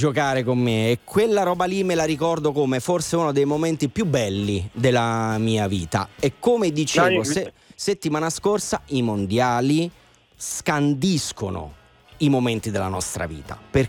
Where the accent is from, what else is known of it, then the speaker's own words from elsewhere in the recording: Naples, Campania, Italy; Avevo 8 anni, ricordo alcune cose, ricordo Italia-Argentina, che per noi napoletani è stato molto diverso